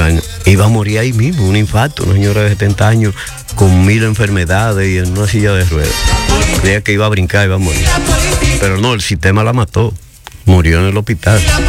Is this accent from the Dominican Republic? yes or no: yes; Dominican Republic; now in Madrid, Spain